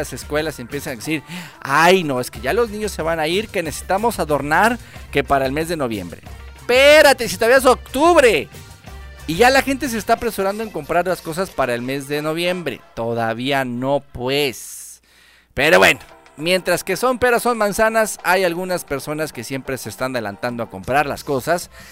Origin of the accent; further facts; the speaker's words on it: Mexico; somos como buenos mexicanos